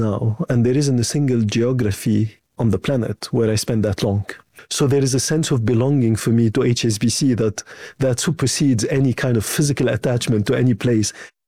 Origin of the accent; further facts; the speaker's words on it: Lebanon; moved away as an adult; also born or lived in France / Germany; So I grew up in Lebanon. At age 18, I moved to France for my university. I then picked an internship in Germany.